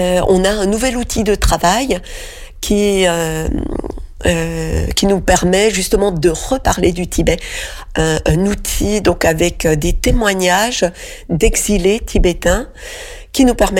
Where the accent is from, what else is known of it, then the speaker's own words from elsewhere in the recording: France; born there; cette vie-ci, je suis née en France.